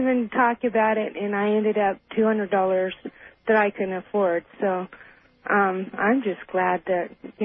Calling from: Reno, Nevada, United States; from Reno.

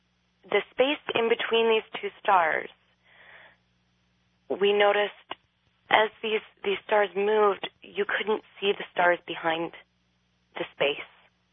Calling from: Ontario, Canada; My husband and I, we just live north of Toronto.

